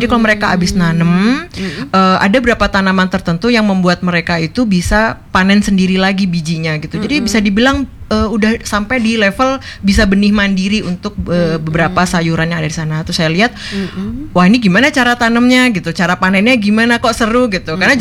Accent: Kebumen, Central Java, Indonesia; now in Lembang, Indonesia; sebenarnya saya orang Jawa Tengah.

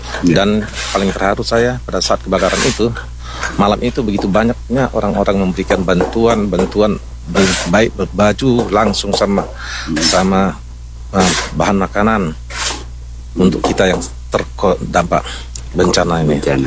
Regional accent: Lhokseumawe, Aceh, Indonesia; also born or lived in Medan; Karena selain saya lahir di Medan, di Tapanuli, tapi saya besar di Aceh ini, khususnya di Kota Loksmawe.

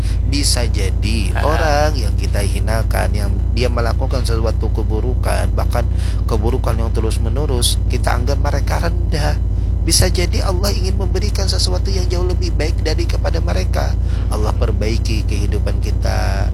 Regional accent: South Kalimantan, Indonesia; accent: Banjar; seketika itu langsung menjawab, bahasa kita Banjar tuh

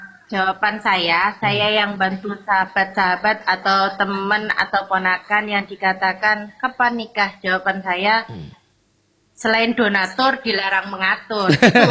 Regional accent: East Java, Indonesia; moved away as an adult; now in Madura, Indonesia

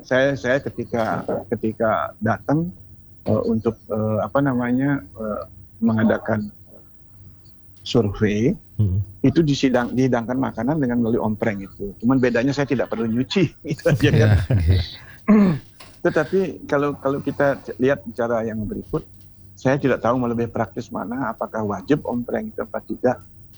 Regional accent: Bangi, Indonesia; kalau seperti saya pulang ke kampung dalam satu saat, ini kampung saya di Bangi

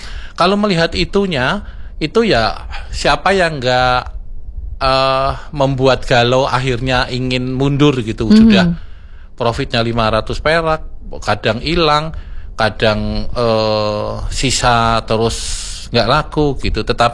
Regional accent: Pengasih, Special Region of Yogyakarta, Indonesia; saya juga dari Josutan Karangsari Pengasih juga, Mbak. Kita tetangga berarti. Sama-sama Kepon Progo.

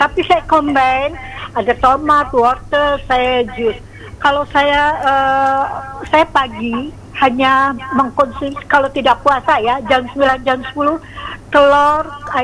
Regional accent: Lembang, West Java, Indonesia; now in Cirebon, Indonesia

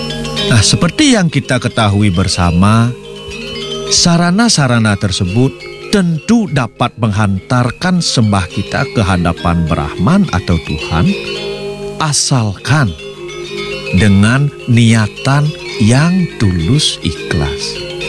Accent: Bali, Indonesia; Bagi kita orang Bali

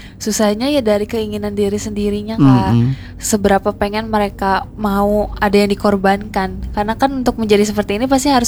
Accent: Purwakarta, West Java, Indonesia; born there; di tempat aku lahir di Kabupaten Purwakarta

